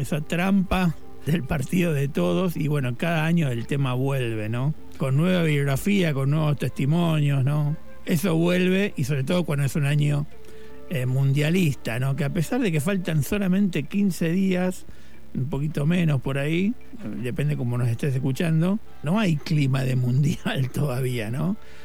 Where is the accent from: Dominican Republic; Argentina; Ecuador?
Argentina